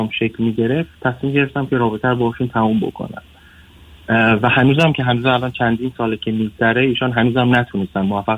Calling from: England, United Kingdom

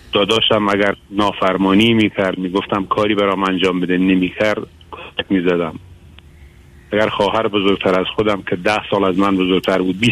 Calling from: Iran; من از ایران هستم، از ایران زنگ میزنم. 56 سالمه، فرزند سوم خانواده هستم.

